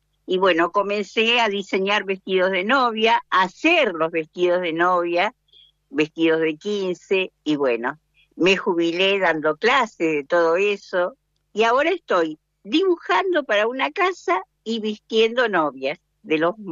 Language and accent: Spanish; Don Torcuato, Buenos Aires Province, Argentina; also born or lived in San Pedro, Buenos Aires Province; Soy nacida en San Pedro, provincia de Buenos Aires. Vine de un año y medio. Mis padres compraron aquí, en Torcuato, y aquí me quedé.